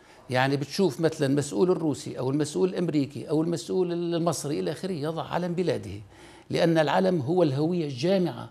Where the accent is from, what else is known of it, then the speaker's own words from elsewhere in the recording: Syria; لذلك خلال 14 عاما الماضية شاهدنا أن مرجعياتنا كسوريين وانتماءاتنا كانت إلى الخارج أكثر منها إلى الداخل